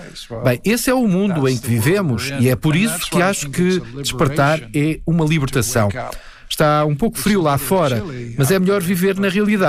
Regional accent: Canada; eu sou canadiano

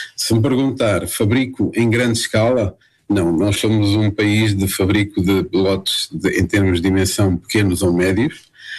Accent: Portugal; e eu como português, acho que devo acrescentar valor àquilo que é a indústria nacional de produção de medicamentos

